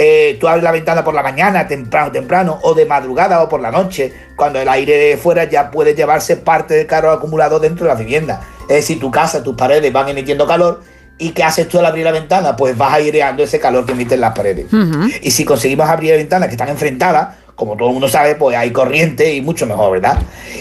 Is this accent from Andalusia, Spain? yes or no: yes; Seville, Andalusia, Spain; Sevilla, yo no he vivido esa juventud y esa infancia. Eso estaba muy bien cuando tienes 27 grados.